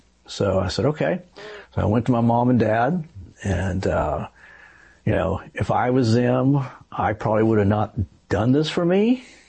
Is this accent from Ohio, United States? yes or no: no; California, United States; born there; And so I was born in Southern California.